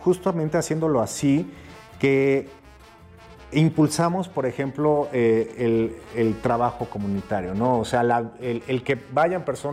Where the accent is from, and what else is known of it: Mexico